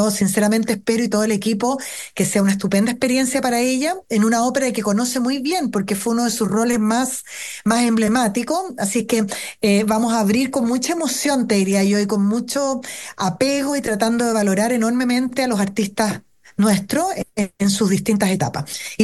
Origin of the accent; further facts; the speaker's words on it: Chile; tenemos que sentirnos muy orgullosos como chilenos